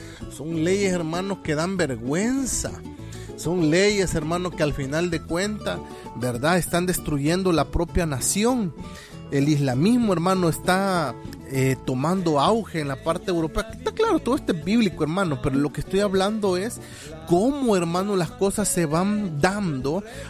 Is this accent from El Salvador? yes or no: yes; El Salvador